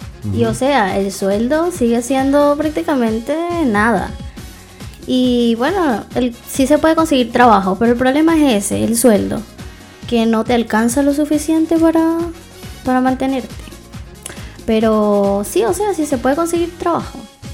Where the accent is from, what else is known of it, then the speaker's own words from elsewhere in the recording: Venezuela; moved away as an adult; now in Chile; Soy venezolana, estoy en Chile hace probablemente casi un año.